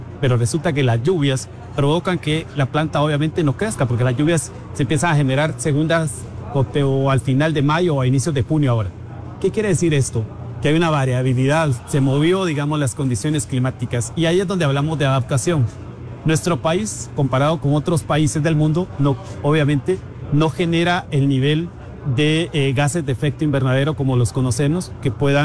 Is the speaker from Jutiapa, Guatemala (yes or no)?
no; San Agustín Acasaguastlán, El Progreso, Guatemala; Personalmente soy de San Agustín, Casaguastlán, entonces hablábamos del Prodeso, Zacapa, Chiquimula.